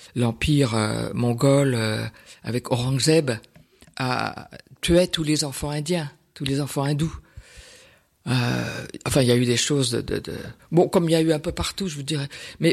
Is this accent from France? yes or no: yes; France; je suis française, je suis pas anglaise.